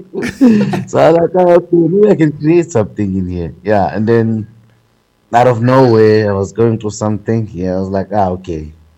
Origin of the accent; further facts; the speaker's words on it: KwaZulu-Natal, South Africa; also born or lived in Potchefstroom / Durban; born and raised in KZN.